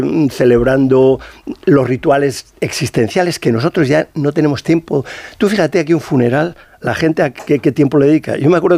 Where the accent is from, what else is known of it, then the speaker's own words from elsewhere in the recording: Madrid, Community of Madrid, Spain; now in Salamanca, Spain; Y luego, fíjate, yo soy madrileño y ahora estoy adoptado en Salamanca por la cátedra, ¿no?